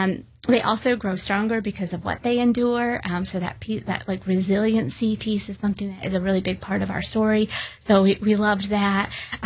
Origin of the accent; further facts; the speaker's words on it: Florida, United States; I remember as a kid growing up in Florida, I didn't really like them.